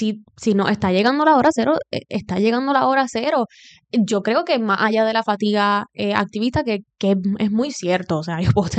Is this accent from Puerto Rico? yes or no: yes; Puerto Rico; Y hay que hacer la paz con eso, como puertorriqueños, colonia de los Estados Unidos.